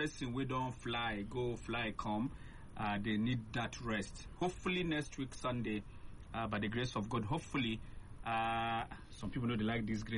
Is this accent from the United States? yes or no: no; Ghana; we come from Ghana.